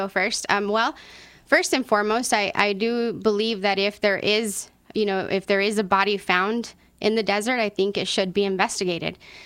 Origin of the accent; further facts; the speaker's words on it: Las Cruces, New Mexico, United States; first language Spanish; English is a second language; I am a first-generation American, raised right here in Las Cruces. My mother is from Chihuahua, Mexico